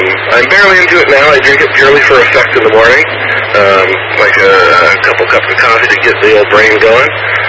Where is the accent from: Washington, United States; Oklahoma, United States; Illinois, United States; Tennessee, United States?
Washington, United States; Renton; I'm a Renton native, born and raised there, and I work in Renton.